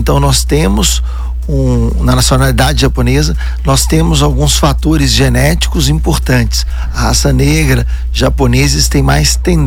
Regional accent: Juiz de Fora, Minas Gerais, Brazil; moved away as an adult; now in Caraguatatuba, Brazil; Estou há 29 anos em Caraguá e sou mineiro de Juiz de Fora.

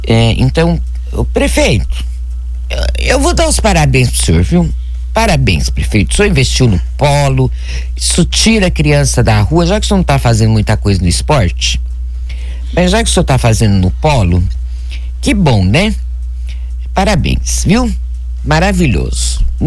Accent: São Paulo, Brazil; born there; eu nasci em São Paulo, na Beneficência Portuguesa, na 23 de maio.

